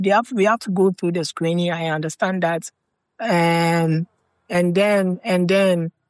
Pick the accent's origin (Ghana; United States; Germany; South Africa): Ghana; Because as a Ghanaian, I wouldn't be happy where you come for maybe a tournament here in Ghana